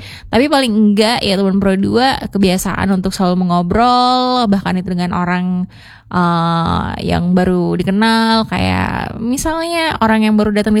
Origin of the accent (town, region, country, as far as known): Indonesia